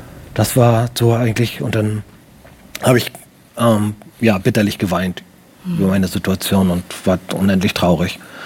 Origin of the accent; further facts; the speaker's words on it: Germany; Das ist an der Ostsee, ich komme aus der Nähe von der Ostsee. Ich dachte, das ist auch an der Ostsee.